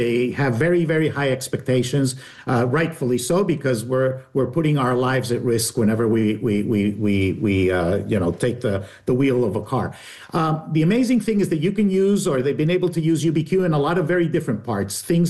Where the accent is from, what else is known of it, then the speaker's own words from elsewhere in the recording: Colombia; I'm originally from Colombia.